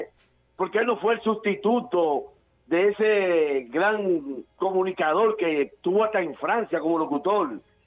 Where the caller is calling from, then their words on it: Villa Sombrero, Peravia, Dominican Republic; yo soy de Villa Sobrero